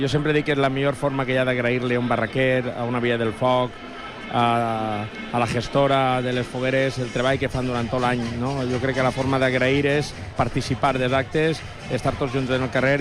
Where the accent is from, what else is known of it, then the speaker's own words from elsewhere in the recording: Finestrat, Valencian Community, Spain; also born or lived in Alicante; Ja sabeu que sóc de Finestrat, però el que no sap la gent és que jo sóc nascut a Alacant, que com han els meus pares vivien a Virgen del Remedio, així en Alacant